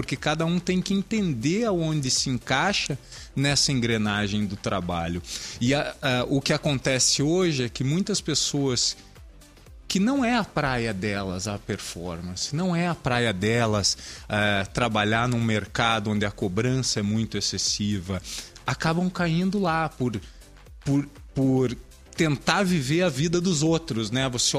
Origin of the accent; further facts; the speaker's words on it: Brazil; now in United States; um prazer estar aqui de novo na minha terra natal, estar em casa de volta.